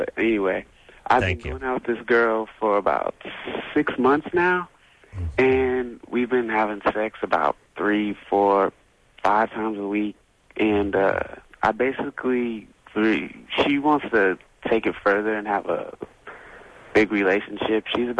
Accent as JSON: {"language": "English", "town": "Rancho Santa Margarita", "region": "California", "country": "United States", "tie": "born or raised there", "said": "I grew up in Rancho Santa Margarita, so I've been around a lot of white people"}